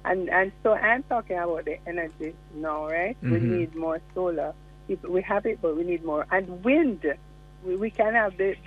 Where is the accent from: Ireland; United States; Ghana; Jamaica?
Jamaica